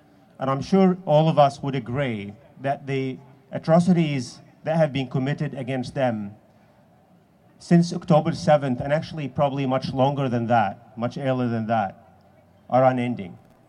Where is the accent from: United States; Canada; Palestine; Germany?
Palestine; unceded and stolen exactly like where I come from Palestine.